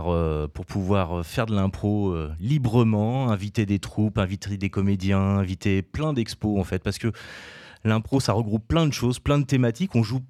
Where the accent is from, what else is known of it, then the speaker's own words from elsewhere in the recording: Auvergne-Rhône-Alpes, France; On vient de l'Isère et on va vous mettre la misère.